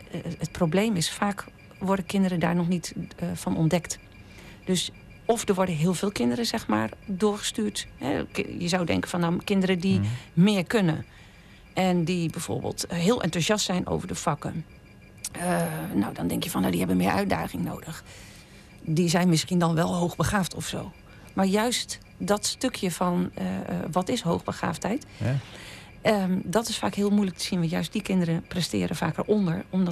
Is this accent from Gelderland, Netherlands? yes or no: yes; Hattem, Gelderland, Netherlands; moved away as an adult; now in Heerlen, Netherlands; ik ben opgegroeid in Hattem en in 2000... in 2018 ben ik naar Heerlen verhuisd.